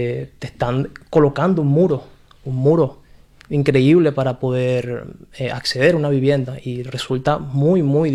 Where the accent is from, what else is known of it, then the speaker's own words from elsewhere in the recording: Venezuela; moved away as an adult; now in Spain; actualmente soy venezolano y actualmente estoy viviendo acá en España con mi familia.